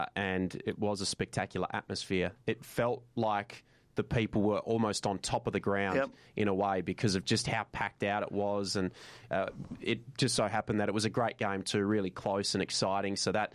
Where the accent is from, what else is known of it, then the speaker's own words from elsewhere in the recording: Fremantle, Western Australia, Australia; growing up in Fremantle, it does have a special feeling.